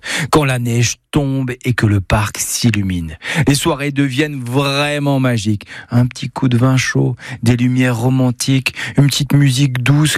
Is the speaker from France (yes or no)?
yes; Grand Est, France; chez nous, en Alsace